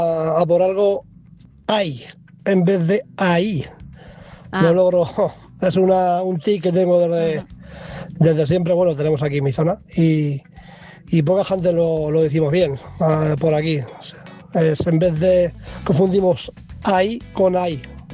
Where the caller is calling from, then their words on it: Iniesta, Castilla-La Mancha, Spain; Hola, buenas madrugadas, pandilla. … de Iniesta, aquí de guardia.